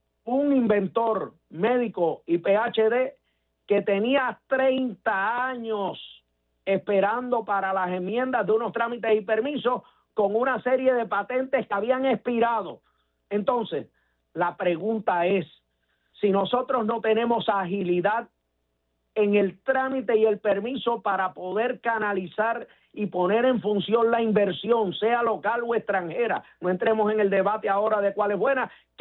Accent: Puerto Rico

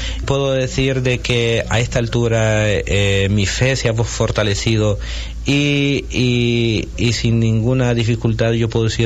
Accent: Curarén, Francisco Morazán, Honduras; born there; also born or lived in Tegucigalpa; now in San Pedro Sula, Honduras; Nací en Curarén, un municipio de Francisco Morazán. Y hice mis estudios secundarios y también de formación policial en Tegucigalpa, en la Academia Nacional de Policía.

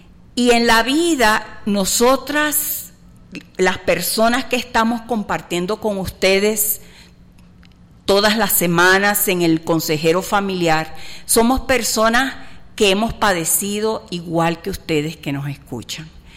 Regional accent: Puerto Rico; moved away as an adult; now in Costa Rica; Los puertorriqueños somos estadounidenses también

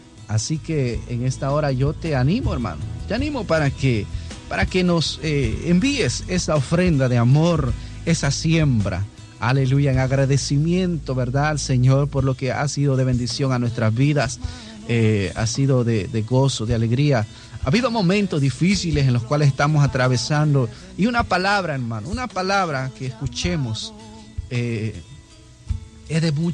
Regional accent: Chiapas, Mexico; moved away; Originalmente yo soy de México, en el estado de Chiapas, y todas las mañanas entraba una emisora, la BA, si no me recuerdo.

